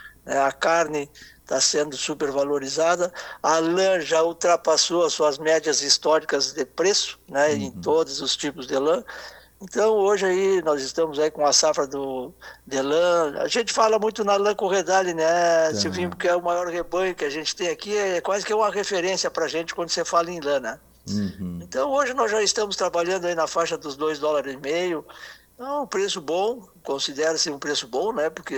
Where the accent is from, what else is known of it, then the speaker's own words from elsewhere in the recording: Bagé, Rio Grande do Sul, Brazil; born there; now in São Gabriel, Brazil; principalmente a cidade de Bagé, aí, que é a minha cidade, né, a cidade onde eu nasci.